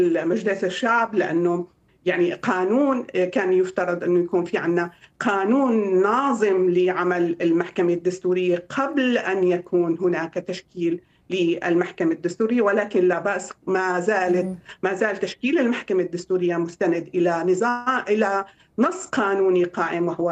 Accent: Syria; بالحقيقة نحن كسوريين وقانونيين وقضاة ومحامين ننتظر هذا المرسوم

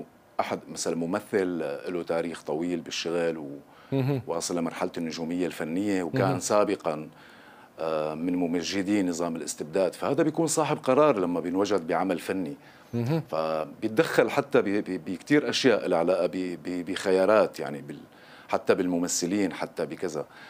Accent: Syria; نحن كسوريين

